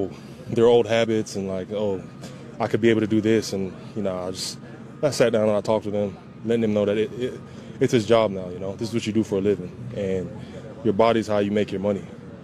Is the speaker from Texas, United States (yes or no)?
yes; Houston, Texas, United States; You know, my hometown is in Houston. I grew up in Houston.